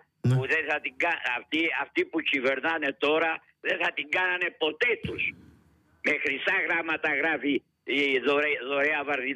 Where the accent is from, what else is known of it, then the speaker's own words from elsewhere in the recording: Chania, Crete, Greece; Να σου πω, εμείς είμαστε Χανιώτες, αλλά δεν πάβει να αγαπάμε όλη την Κρήτη.